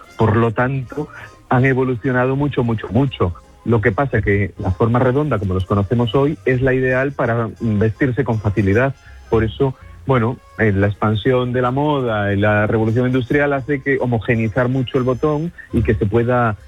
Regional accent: Galicia, Spain; Que bueno, yo como gallego tengo que indicar la ostra gallega como calidad

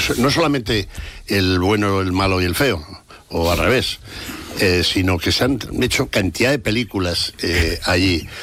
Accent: Silos, Castile and León, Spain; felicitarte porque has hecho un panegírico de mi tierra en el cementerio legendario de Silos.

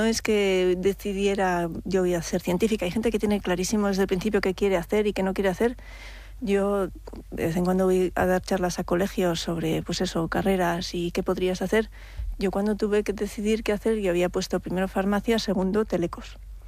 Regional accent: Bilbao, Basque Country, Spain; moved away as an adult; Bueno, es que soy de Bilbao.

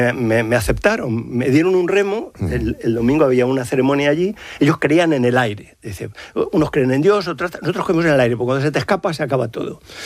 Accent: Madrid, Community of Madrid, Spain; now in Salamanca, Spain

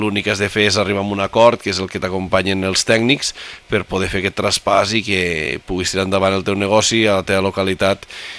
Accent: Corbins, Catalonia, Spain

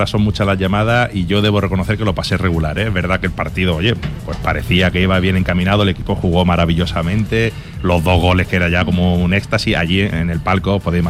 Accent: Málaga, Andalusia, Spain; hablo como malagueño y malaguista

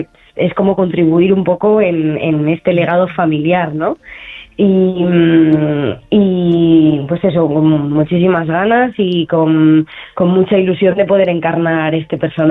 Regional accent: Mutxamel, Valencian Community, Spain; soy de Alicante, de un pueblo de Alicante, de Muchamel

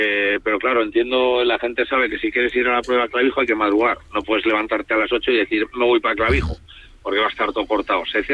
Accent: Logroño, La Rioja, Spain; es la subida de mi pueblo, de mi casa, de Logroño.

